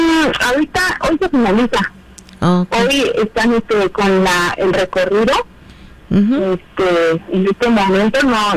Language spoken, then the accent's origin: Spanish; San Andrés Chicahuaxtla, Oaxaca, Mexico; No tengo mucho que llegué de allá, como de origen. No, yo soy originaria de San Andrés, Chicahuatlán.